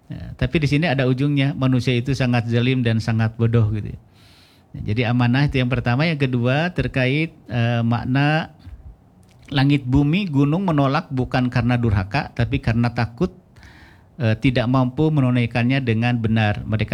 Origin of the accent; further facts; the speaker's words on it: Tasikmalaya, West Java, Indonesia; Salam ya buat keluarga di Karangnunggal, karena saya berasal dari Karangnunggal Tasik.